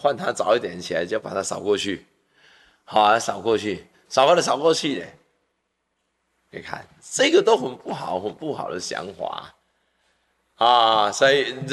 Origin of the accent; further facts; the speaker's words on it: Taiwan; 站在我们台湾，我们中国人